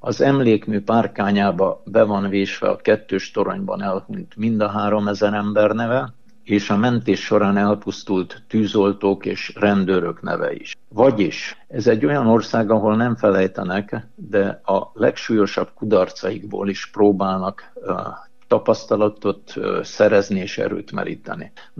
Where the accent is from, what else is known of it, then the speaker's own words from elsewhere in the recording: Hungary; hát mi Magyarországról jöttünk, és véletlenül kerültünk ugyan ide